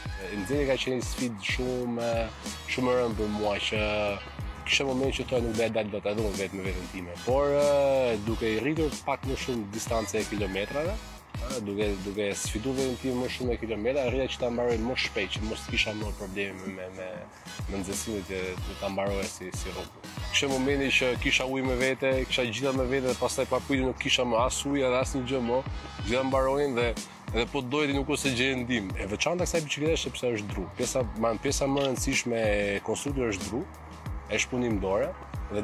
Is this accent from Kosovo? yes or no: no; Shkodër, Shkodër County, Albania; Çdo gjë ka filluar që në qytetin tim të origjinës, domethënë që jam Shkodran, dhe më sakt për atë doja që ta nisja nga qyteti i Shkodrës.